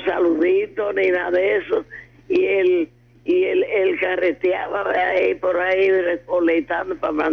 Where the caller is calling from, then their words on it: Navarrete, Santiago, Dominican Republic; a mi pueblo Navarrete, que lo quiero mucho